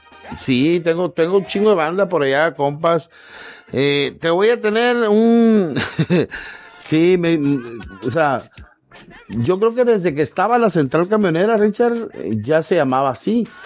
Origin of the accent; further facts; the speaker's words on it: Manzanillo, Colima, Mexico; Así era Manzanillo. Y éramos felices y no lo sabíamos.